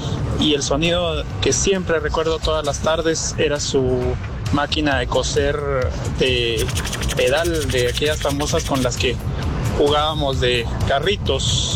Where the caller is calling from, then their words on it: Antigua Guatemala, Sacatepéquez, Guatemala; Yo soy de la Antigua.